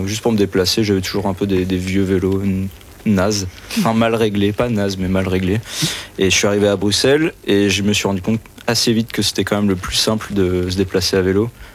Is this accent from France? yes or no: yes; France; moved away as an adult; now in Belgium; Non, je suis français.